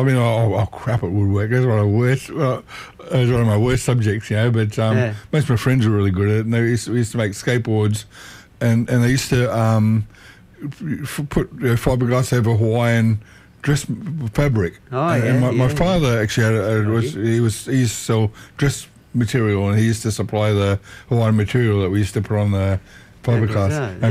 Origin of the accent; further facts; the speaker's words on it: Sydney, New South Wales, Australia; now in Freshwater, Sydney, Australia; South Sydney. I grew up in Lugano.